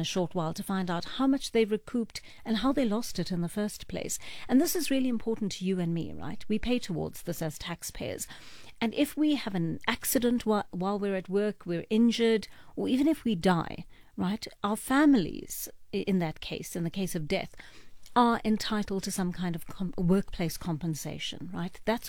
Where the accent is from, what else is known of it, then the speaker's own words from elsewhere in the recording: South Africa; now in Johannesburg, South Africa; as a South African citizen